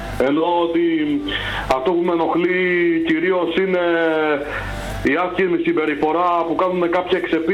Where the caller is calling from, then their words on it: Kalamaria, Central Macedonia, Greece; από Καλαμαριά. Τώρα είμαι εδώ.